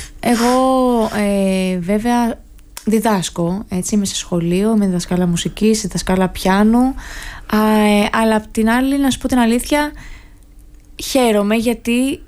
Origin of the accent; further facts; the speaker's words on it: Patras, Western Greece, Greece; now in Athens, Greece; Είδα ότι η Αθήνα με κοινωνικοποίησε πάρα πολύ, γιατί ήρθα από την Πάτρα που και δεν ξέρω, θέλοντας και μη, εδώ στην Αθήνα, για να επιβιώσω, κοινωνικοποιήθηκα.